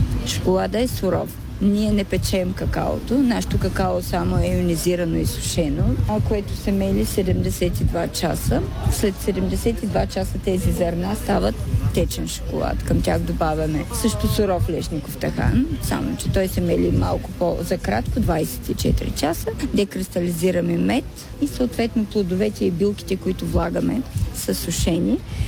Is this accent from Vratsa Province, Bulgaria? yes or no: no; Dobrich, Dobrich Province, Bulgaria; Ние сме от Добрич, но работилницата, която имаме, е в едно селце до град Добрич на 4-5 км. Селото се казва Плачи дол.